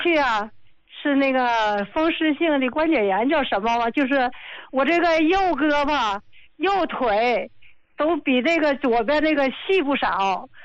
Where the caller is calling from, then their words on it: Qinhuangdao, Hebei, China; 我是秦皇岛的。